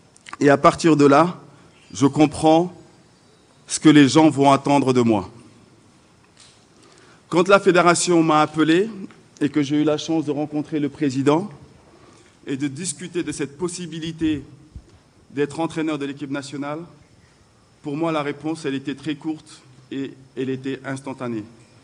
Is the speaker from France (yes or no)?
no; Dakar, Senegal; born there; moved away; je suis né ici à Dakar, mes parents sont nés à Dakar, toute ma famille, mon histoire est ici à Dakar.